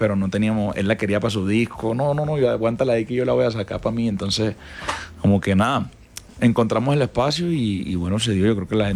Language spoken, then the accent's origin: Spanish; Santa Marta, Magdalena, Colombia; also born or lived in Venezuela; Pues, la mayoría de mis recuerdos de mi infancia son en Santa Marta. Yo creo que eso marca mucho la vaina, ¿no?